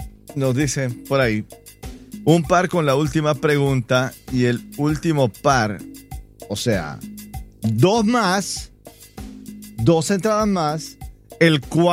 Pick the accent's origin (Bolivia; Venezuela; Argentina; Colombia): Bolivia; moved away; en Bolivia sí tenemos un plato.